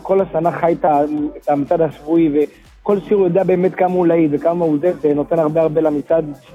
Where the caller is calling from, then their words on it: Bnei Brak, Tel Aviv District, Israel; אני מאזור בני ברק, אבל אני חוזר מאזור הצפון.